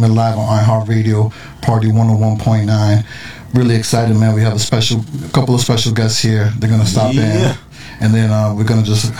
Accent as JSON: {"language": "English", "town": "Bronx", "region": "New York", "country": "United States", "tie": "born or raised there", "said": "my story is, I was born and raised in the Bronx. Like, I love, like, you know, I was born and raised by Yankee Stadium. Shout out to, you know, High Bridge, Yankee Stadium."}